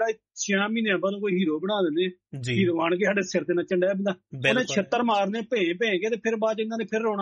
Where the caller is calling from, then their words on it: Anandpur Sahib, Punjab, India; ਇੱਥੇ ਸਾਡੇ ਏਰੀਏ ਆਨੰਦਪੁਰ ਸਾਹਿਬ